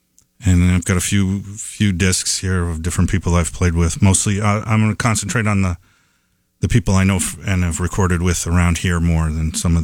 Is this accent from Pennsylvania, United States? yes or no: no; Chatham, New York, United States; I'm from Chatham, New York.